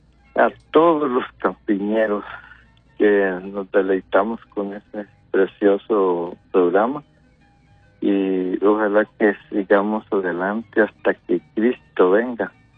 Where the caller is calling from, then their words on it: Siguatepeque, Comayagua, Honduras; De Siguatepec